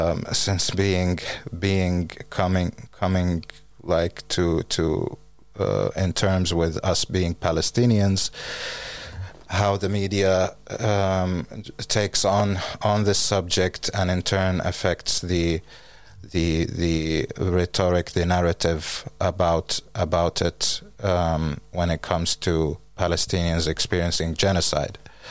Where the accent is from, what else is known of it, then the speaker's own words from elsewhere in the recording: Finland; So I grew up in Finland, and I am. I work as a designer, and I'm a media artist and a filmmaking person.